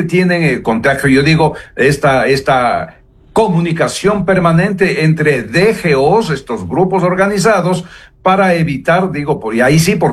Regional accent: Ecuador; no solamente como abogado, sino como ecuatoriano, como el ecuatoriano de la calle

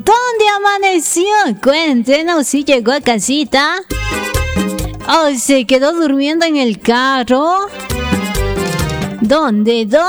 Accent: Biblián, Cañar, Ecuador; yo soy de Biblián

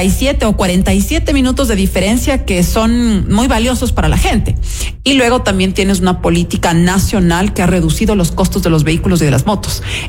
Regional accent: Quito, Pichincha, Ecuador; como quiteños y quiteñas

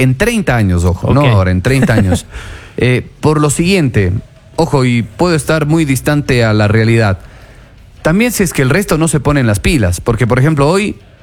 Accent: Ecuador

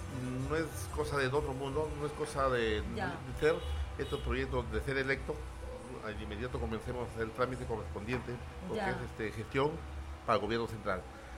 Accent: Íllimo, Lambayeque, Peru

